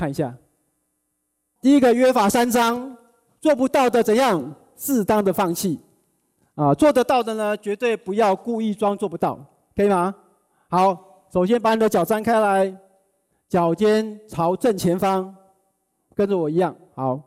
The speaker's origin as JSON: {"language": "Chinese", "town": "Hualien", "region": "Hualien County", "country": "Taiwan", "tie": "born or raised there", "said": "我自己是一个花莲人啊，从小在花莲长大。"}